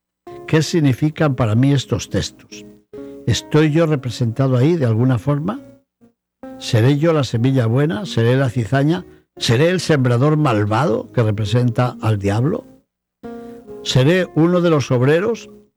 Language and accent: Spanish; Spain; born there; accent: Leonese-Asturian dialect; moved away; En mi tierra, que tenía un dialecto medio leonés, medio asturiano